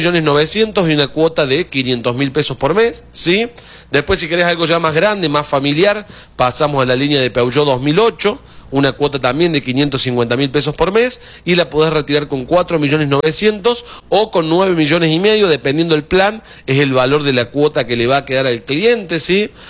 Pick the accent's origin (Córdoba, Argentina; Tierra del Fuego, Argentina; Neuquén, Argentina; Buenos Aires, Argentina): Córdoba, Argentina; Laboulaye; soy oriundo de la Bulalle, de hecho.